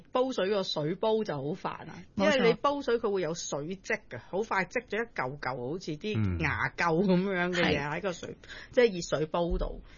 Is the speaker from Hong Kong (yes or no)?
yes; Hong Kong; 我哋香港人如果有去過捷克嘅